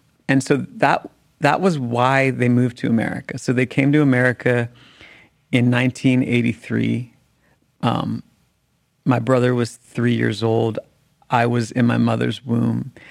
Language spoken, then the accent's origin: English; Washington, District of Columbia, United States; I was growing up in Washington, D.C., where you kind of can't tune that stuff